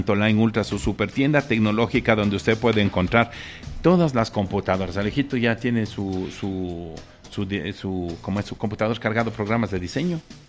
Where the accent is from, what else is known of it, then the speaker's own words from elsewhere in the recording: Seville, Andalusia, Spain; Sí, tío, Sevilla. Yo nací en Sevilla, en Comercial hasta la Sevilla.